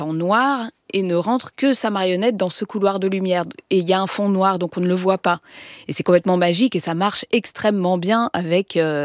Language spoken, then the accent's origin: French; Aix-en-Provence, Provence-Alpes-Côte d'Azur, France; j'avais 19 ans, Et moi, je viens d'Aix-en-Provence